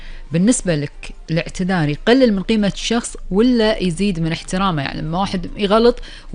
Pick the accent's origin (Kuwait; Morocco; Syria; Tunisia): Kuwait; ديرتنا الحبيبة الكويت.